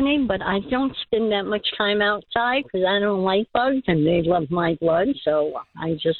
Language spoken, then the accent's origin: English; New York, United States; moved away; I was born in New York